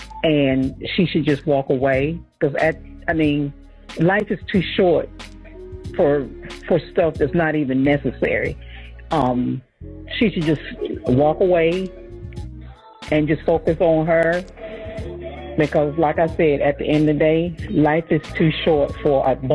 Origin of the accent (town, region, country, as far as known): North Carolina, United States